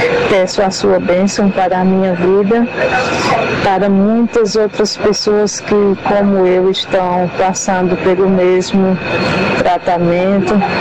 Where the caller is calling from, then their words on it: Solidão, Pernambuco, Brazil; eu sou da cidade de Solidão. Estou internada no Recife em tratamento de CA de mama.